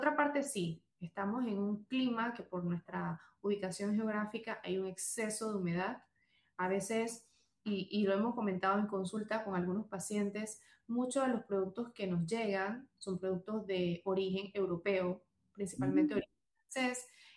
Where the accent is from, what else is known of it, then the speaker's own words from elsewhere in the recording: Panama; no somos coreanos, somos panameños y somos latinos